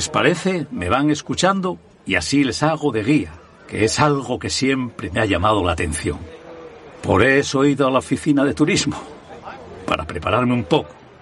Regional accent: Gijón, Asturias, Spain; Soy de Gijón de toda la vida. He trabajado por más de 50 años en el puerto del Musel y vivo en la barriada del Llano.

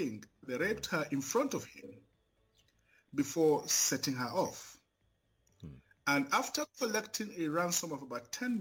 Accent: Nasarawa, Nigeria; I grew up in Nasarawa State because my father was a missionary, a pastor, an evangelist.

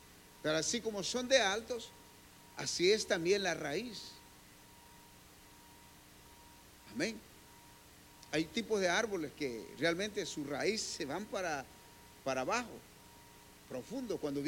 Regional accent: San Pedro Soloma, Huehuetenango, Guatemala; Yo soy de San Pedro Soloma.

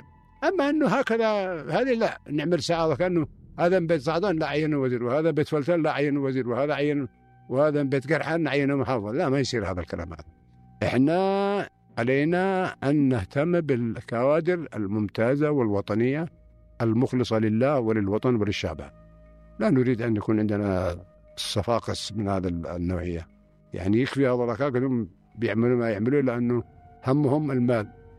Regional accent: Sanaa, Amanat Al Asimah, Yemen; هنا عندنا في صنعاء

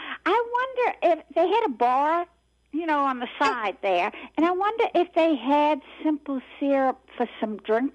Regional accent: New Orleans, Louisiana, United States; growing up in New Orleans.

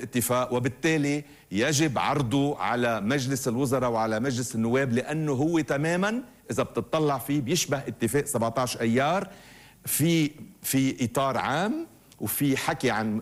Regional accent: Lebanon; كلنا كلبنانيين

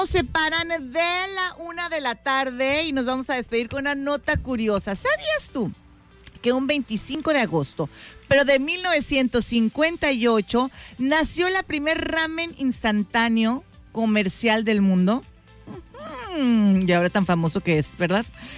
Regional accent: Mexico; somos mexicanos.

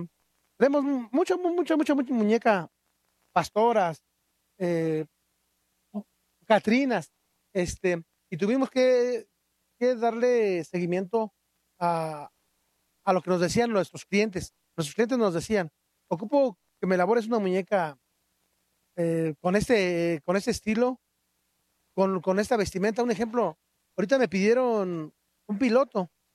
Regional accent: Santiago Mezquititlán, Querétaro, Mexico; Spanish is a second language; Mi bella comunidad es indígena, orgullosamente indígena. Hablo mi lengua materna. Surge en Santiago Mezquititlán. Está dividido por 6 barrios, del 1 al 6. Pertenecemos al municipio de Amealco, Querétaro.

